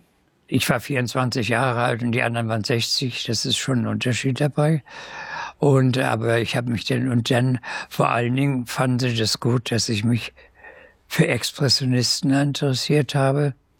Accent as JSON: {"language": "German", "town": "Schwerin", "region": "Mecklenburg-Vorpommern", "country": "Germany", "tie": "born or raised there", "lives_now": "Wiesbaden, Germany", "said": "Ich habe eine Stiftung gegründet, dass die Hälfte meiner Bilder nach Schwerin in meine Heimatstadt gehen und die andere Hälfte bleibt in Wiesbaden."}